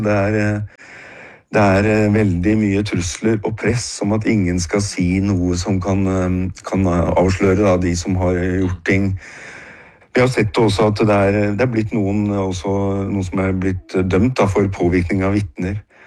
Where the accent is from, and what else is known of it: Oslo, Norway; born or raised there